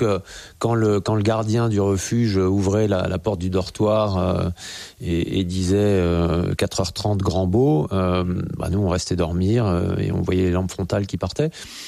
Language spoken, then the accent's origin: French; Grenoble, Auvergne-Rhône-Alpes, France; born there; puisque je suis né à Grenoble, donc il y avait le sapet, des plateaux autour de Grenoble.